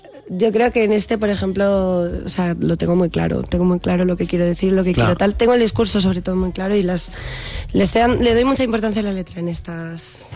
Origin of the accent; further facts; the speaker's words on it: Madrid, Community of Madrid, Spain; Y me ha costado mucho reencontrarme como o aceptarme o creerme a mí misma como madrileña, ¿sabes?